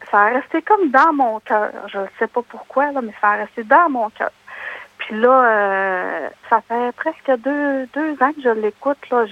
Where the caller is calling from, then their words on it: Alma, Quebec, Canada; moi, je suis d'Alma. Je crois que je suis un peu plus jeune que la majorité de vos auditeurs.